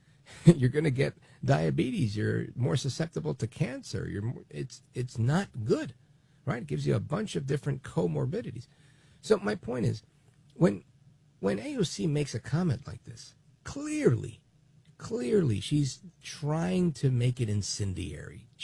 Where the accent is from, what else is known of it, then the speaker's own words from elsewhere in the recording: Brooklyn, New York, United States; born there; My parents are from Puerto Rico. I was born in Brooklyn, but we had one big, happy Puerto Rican family eating pernil.